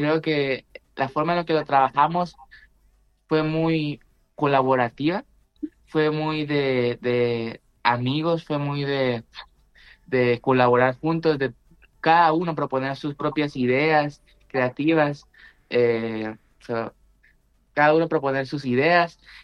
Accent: Puerto Rico; Y no solamente porque soy puertorriqueño y me gustan los ritmos

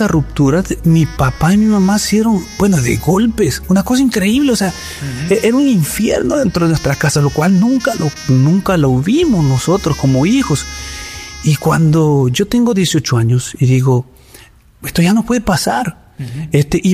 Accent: El Salvador; born there; Yo nací en El Salvador, en una familia muy, muy fuerte, vamos a decir.

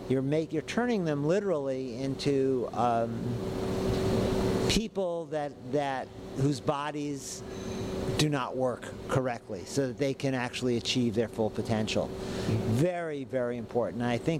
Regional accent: New York, United States; born there; now in Hawaii, United States; Now obviously I'm a white guy. I was born in New York. My relatives fled Ukraine, I guess, back in the beginning of the 20th century. So I'm not really Hawaiian, but I've been here since 70.

